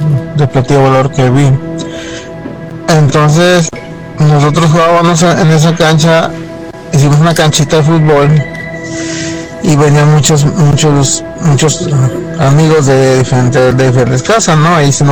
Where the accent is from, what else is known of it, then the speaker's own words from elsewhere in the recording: San Luis Potosí, Mexico; Yo vengo de... Soy nativo de San Luis Potosí.